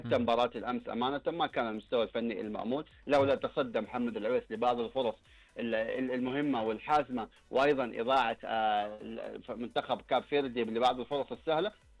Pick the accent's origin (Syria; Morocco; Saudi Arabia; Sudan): Saudi Arabia; احنا كسعوديين